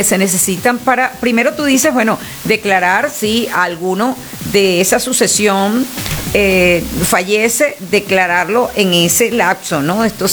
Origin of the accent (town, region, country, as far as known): Venezuela